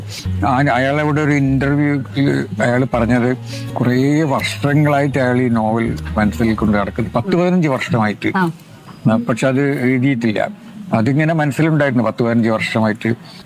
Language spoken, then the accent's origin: Malayalam; Mahe, Puducherry, India; അവിടെയാണ്, മയ്യഴിയിലാണ്. അവിടുന്ന് ജനിച്ചു വളർന്ന നാട് അവിടുന്നല്ലേ ഞാനായത്. ഇപ്പൊ ഞാൻ മലയാളത്തിൽ എഴുതുന്നു, ആ മലയാളം പഠിച്ചത് പോലും ഞാൻ മയ്യഴിയിൽ വെച്ചിട്ടാണ്.